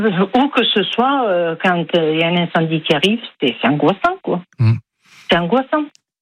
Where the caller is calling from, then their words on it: Seillons-Source-d'Argens, Provence-Alpes-Côte d'Azur, France; je suis à Seillon-sur-Sauzargent